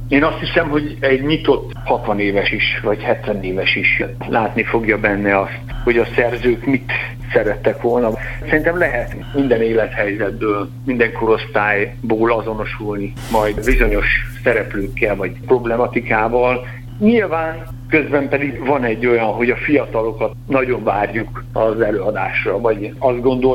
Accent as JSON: {"language": "Hungarian", "town": "Debrecen", "region": "Hajdú-Bihar", "country": "Hungary", "tie": "born or raised there", "also_born_or_lived": "Budapest", "said": "ismét visszakerültem a szülővárosomba, mármint a diploma után."}